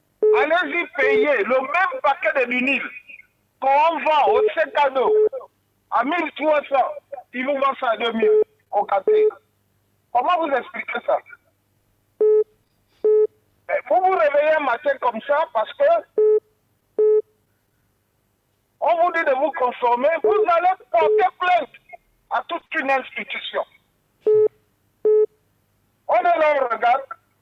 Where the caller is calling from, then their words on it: Gabon; nous, on ne veut pas nous dire en tant que Gabonais